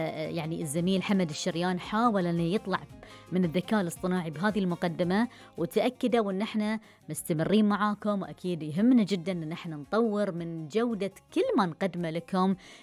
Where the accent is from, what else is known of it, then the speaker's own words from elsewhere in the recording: Bahrain; accent: Bahraini; لهجتنا البحرينية